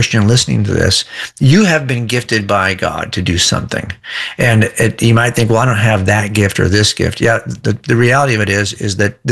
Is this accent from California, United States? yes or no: yes; California, United States; I don't know, but I am a Californian.